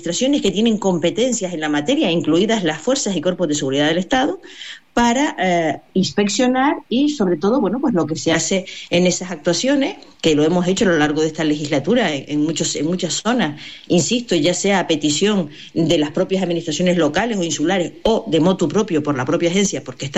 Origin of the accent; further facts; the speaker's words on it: Canary Islands, Spain; como islas canarias que somos